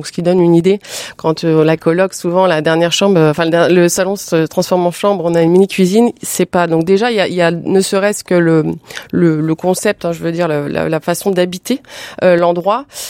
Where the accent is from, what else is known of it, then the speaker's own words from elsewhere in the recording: Lyon, Auvergne-Rhône-Alpes, France; Moi je suis lyonnaise, j'étais déjà sur Lyon